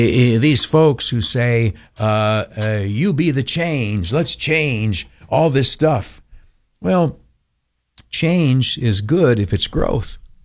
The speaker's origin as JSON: {"language": "English", "country": "United States"}